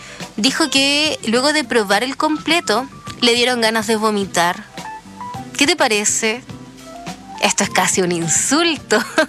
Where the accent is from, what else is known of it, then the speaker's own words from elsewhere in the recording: Chile; Nos identifica como chilenos, como chilenas